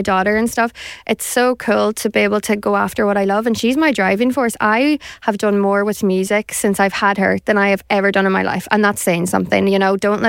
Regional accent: Downings, County Donegal, Ireland; born or raised there; also born or lived in Carrigart

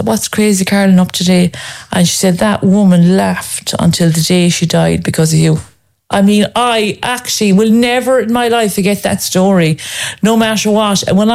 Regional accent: Ireland; I don't think we laugh enough as Irish people anyway.

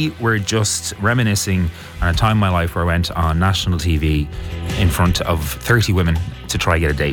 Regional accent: Dublin, Leinster, Ireland; I'm from Knocklyne down the road.

